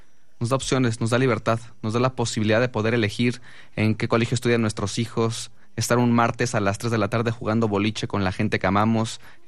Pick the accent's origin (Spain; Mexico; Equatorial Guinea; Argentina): Mexico; Ciudad Nezahualcóyotl, State of Mexico; yo crecí en Ciudad Nezahualcóyotl hace 36 años, que fue mi nacimiento, justamente.